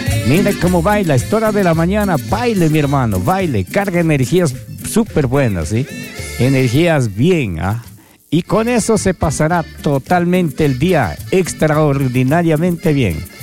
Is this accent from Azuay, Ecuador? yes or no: yes; Azuay, Ecuador